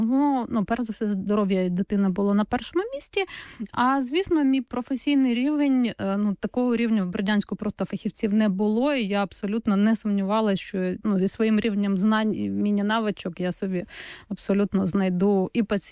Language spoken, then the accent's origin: Ukrainian; Zaporizhzhia, Zaporizhzhia Oblast, Ukraine; moved away as an adult; also born or lived in Vasylivka / Berdiansk; я там хіба тільки народилась, там дідусь мій і бабуся жили, але все своє свідоме життя, 30 років перших я провела в Запоріжжі, там закінчила школу, університет